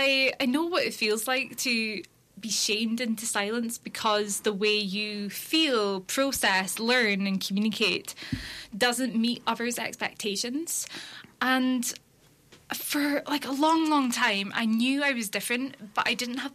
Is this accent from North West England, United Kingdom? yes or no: no; Aberdeen, Scotland, United Kingdom; my hometown of yeah. Aberdeen.